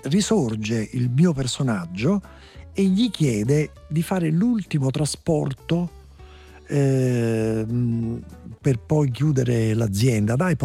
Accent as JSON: {"language": "Italian", "town": "Naples", "region": "Campania", "country": "Italy", "tie": "born there", "lives_now": "Pozzuoli, Italy", "said": "io sono flegreo, perché sono nato a Bagnoli, attualmente da circa 20 anni vivo a Pozzuoli, dove viviamo il bradisismo, le scosse di terremoto"}